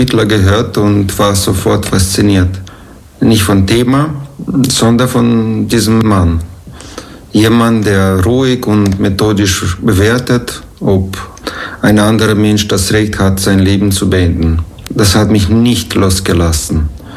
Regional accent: Moldova; German is a second language; also born or lived in Bucharest / Vienna; now in Austria; Ich komme ursprünglich aus Moldova oder Moldawien, habe aber in Bukarest und Wien studiert und lebe seit 25 Jahren hier in Österreich.

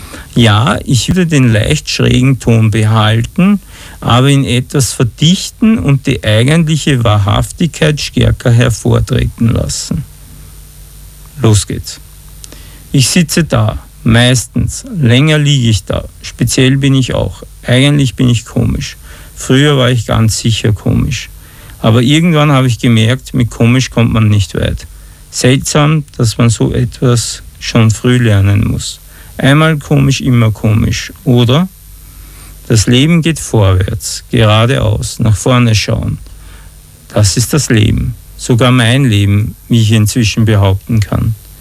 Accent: Austria; Und plötzlich sind wir Österreicher alle Sieger

